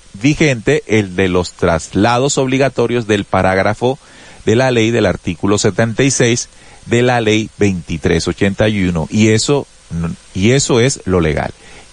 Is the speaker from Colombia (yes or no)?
yes; Colombia